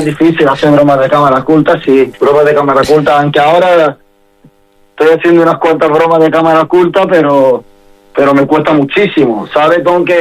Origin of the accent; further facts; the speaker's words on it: Melilla, Spain; accent: Melilla; yo creo que nuestro acento melillense a la hora de hablar, no sé, me resulta mucho más gracioso que los demás, no porque sea de Melilla, sino porque es una mezcla, ¿sabes?